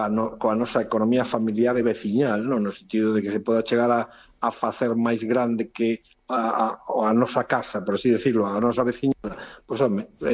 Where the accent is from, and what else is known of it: Lugo, Galicia, Spain